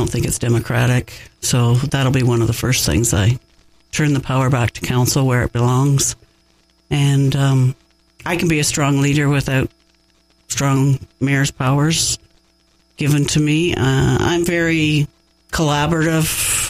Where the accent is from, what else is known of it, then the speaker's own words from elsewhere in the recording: Minden, Ontario, Canada; I was born and raised in Minden.